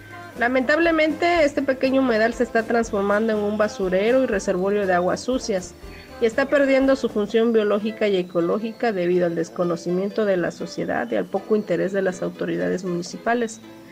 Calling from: Puerto Escondido, Oaxaca, Mexico; vivo en Puerto Escondido, Oaxaca.

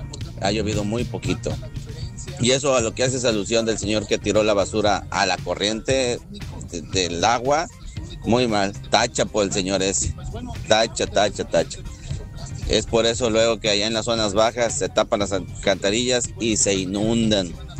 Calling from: Tempoal, Veracruz, Mexico; aquí en mi tierra huasteca de Tempoal, Veracruz

